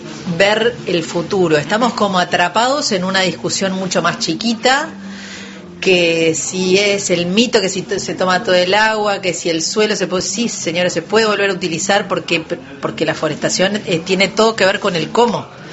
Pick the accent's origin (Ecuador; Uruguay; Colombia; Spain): Uruguay; como uruguayos tenemos que abrazar y que tenemos que conservar